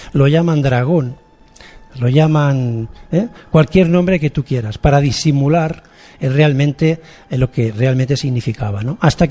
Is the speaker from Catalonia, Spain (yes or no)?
yes; Barcelona, Catalonia, Spain; yo soy de Barcelona, y a Barcelona vulgarmente lo llamamos Barna, ¿no?